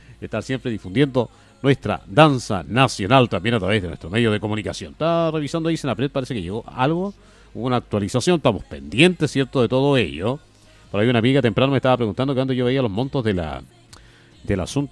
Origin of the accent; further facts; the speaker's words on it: Chile; También somos chilenos aquí los 365 días del año, ¿eh?